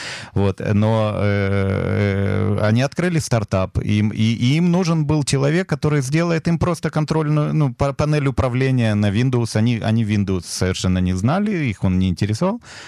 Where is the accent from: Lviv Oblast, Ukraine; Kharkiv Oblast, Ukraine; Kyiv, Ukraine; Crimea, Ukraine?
Kharkiv Oblast, Ukraine; Kharkiv; moved away as an adult; also born or lived in Israel; Родился в Украине в 1974 году. В возрасте год с лишним моя семья приехала в Харьков, и с тех пор я жил в Харькове до 19 лет. В 19 лет я уехал в Израиль один